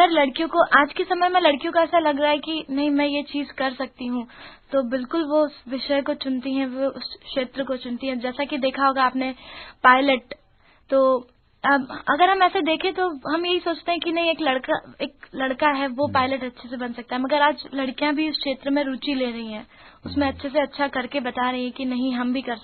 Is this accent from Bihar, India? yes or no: no; Indore, Madhya Pradesh, India; born there; संतोष जी, इंदौर में ही मेरा जन्म हुआ है